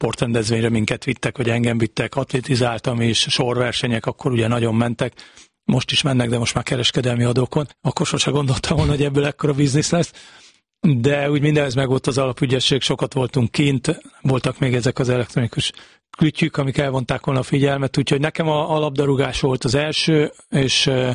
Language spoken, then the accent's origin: Hungarian; Oroszlány, Komárom-Esztergom, Hungary; born there; amikor én születtem, oroszlányon születtem, úgyhogy ez egy kisváros, nem is volt nagyon-nagyon más variáció.